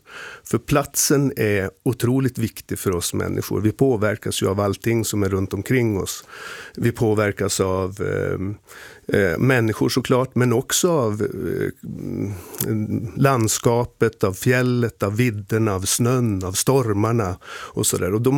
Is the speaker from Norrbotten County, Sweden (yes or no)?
yes; Kalix, Norrbotten County, Sweden; moved away; Jag kommer ju norrifrån. Jag kommer från Norrbotten själv, från Kalix.